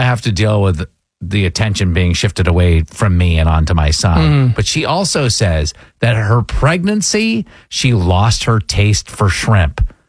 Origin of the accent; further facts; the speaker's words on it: New England, United States; I grew up in New England.